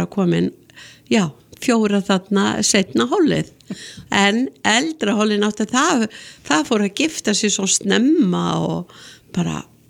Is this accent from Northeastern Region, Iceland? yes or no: no; Reykjavík, Capital Region, Iceland; Reykjavík og … og ég alinn upp á Njálsgötu 17. Þar bjó ég og bara yndislegu tími og ólst þar upp